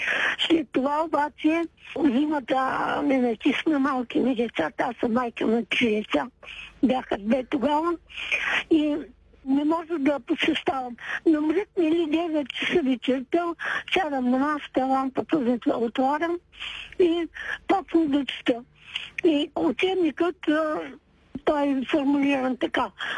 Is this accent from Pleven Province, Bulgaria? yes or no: no; Ruse, Ruse Province, Bulgaria; аз съм от Руси, имам висше образование.